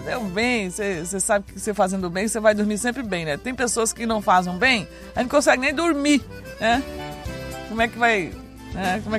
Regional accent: Roraima, Brazil; born there; Sou daqui, sou roraimense, tá? Inclusive, nasci em cima de um couro de boi.

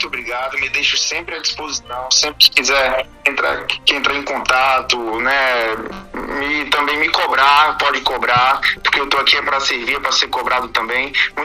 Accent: Roraima, Brazil; como um bom roraimense

